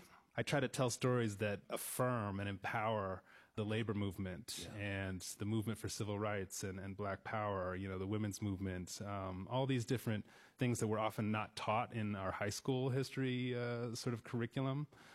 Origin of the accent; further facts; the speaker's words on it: Boulder, Colorado, United States; Absolutely. Yeah, I grew up in Boulder.